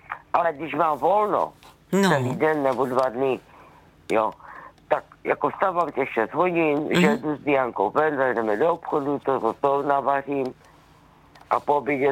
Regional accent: Poland; now in Czechia

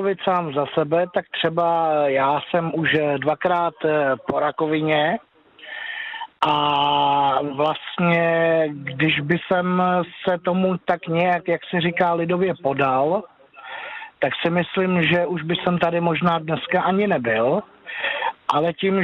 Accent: Teplice, Ústí nad Labem Region, Czechia; já zrovna momentálně se vracím z Prahy domů, já jsem z Teplic a říkám náhodně, zkusím vytočit to číslo

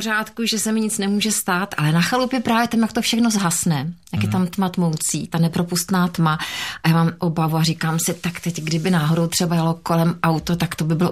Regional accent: Prague, Czechia; Já jsem rodila Pražačka, ano. A docela bych byla ráda, kdyby to tak i zůstalo.

